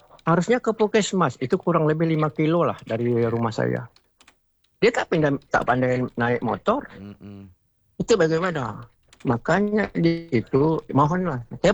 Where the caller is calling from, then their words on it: Riau Islands, Indonesia; kalau di Mantang Baru itu memang desa saya.